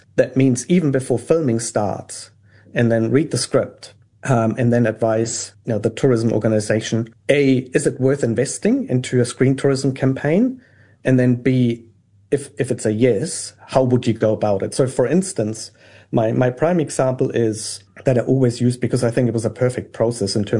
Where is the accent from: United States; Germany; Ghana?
Germany; moved away as an adult; And I'm from Germany. I lived in Germany at the time.